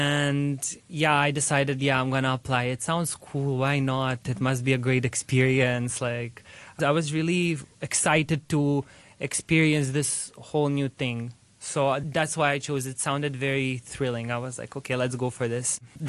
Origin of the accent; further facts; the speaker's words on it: Serbia; English is a second language; now in Hong Kong; I'm really excited that I can share that I come from Serbia.